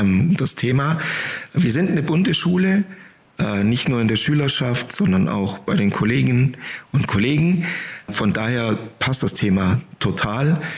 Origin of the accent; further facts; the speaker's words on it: Swabia, Germany; Ich bin Schwabe durch und durch, habe aber einen großen Anteil Norddeutschland in mir noch drin von meiner Mutter. Die ist von der Nordseeküste.